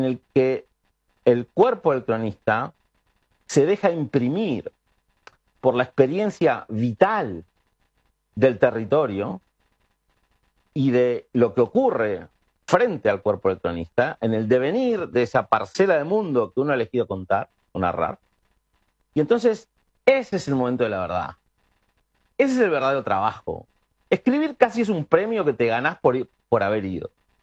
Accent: Argentina

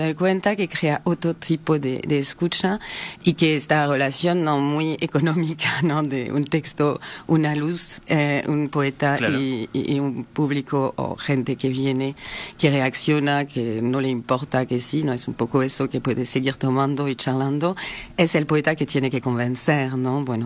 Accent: Paris, Île-de-France, France; Spanish is a second language; moved away as an adult; now in Montevideo, Uruguay; Yo me nací en el suburbio, sí. Me crié en París

